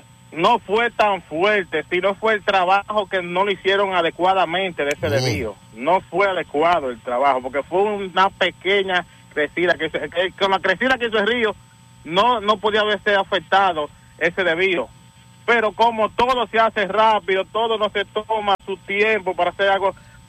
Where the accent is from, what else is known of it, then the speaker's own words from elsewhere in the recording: Monseñor Nouel, Dominican Republic; moved away; Yo no estando en Juma Bejucal, pero me duele porque yo soy nacido y criado en Juma Bejucal.